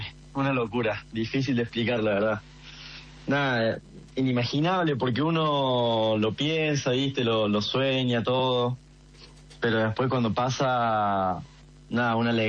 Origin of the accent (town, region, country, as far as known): Córdoba, Argentina